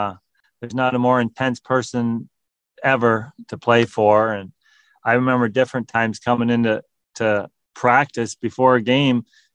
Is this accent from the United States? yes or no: no; Canada; as a Canadian boy, you got to play somewhere in Canada.